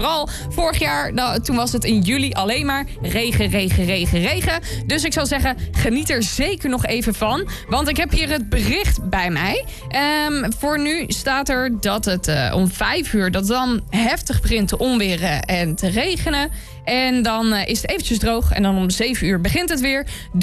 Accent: Netherlands

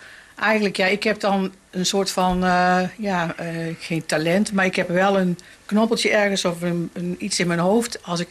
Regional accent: Haren, Groningen, Netherlands; En ik kom uit Haren, dus ik kom niet uit Goorlen.

